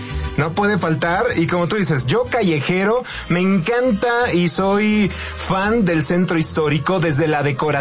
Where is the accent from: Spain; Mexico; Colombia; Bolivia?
Mexico; diversidad de lugares donde festejar este día tan importante para todos nosotros como mexicanos.